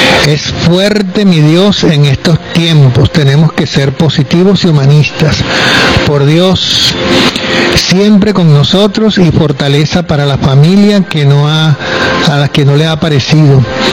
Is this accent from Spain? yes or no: no; Venezuela; como venezolanos somos buenas personas